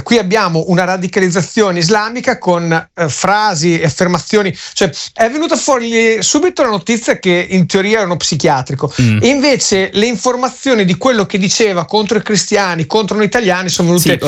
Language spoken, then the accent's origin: Italian; Emilia-Romagna, Italy; sono romagnolo a Villa Verucchio